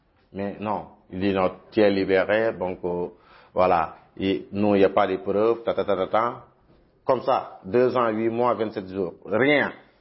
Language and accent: French; Senegal; moi je suis sénégalais.